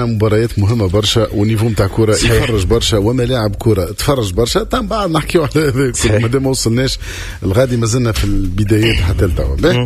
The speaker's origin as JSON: {"language": "Arabic", "country": "Tunisia", "said": "احنا تونسي"}